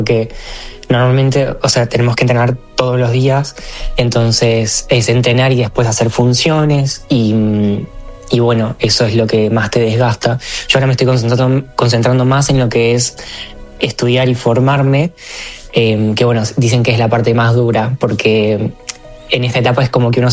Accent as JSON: {"language": "Spanish", "region": "Córdoba", "country": "Argentina", "tie": "born or raised there", "said": "en la ciudad de Córdoba, capital, mi ciudad natal."}